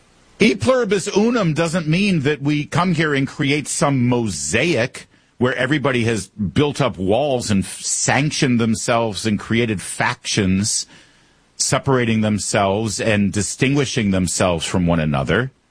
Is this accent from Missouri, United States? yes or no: no; Michigan, United States; I am from Michigan, and I do root for the Michigan Wolverines.